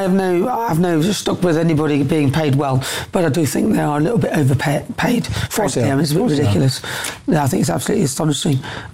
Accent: Newcastle, North East England, United Kingdom; I'm from Newcastle, actually.

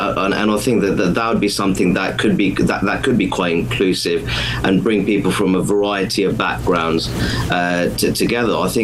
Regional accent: United Kingdom; I say that as a British Muslim social conservative

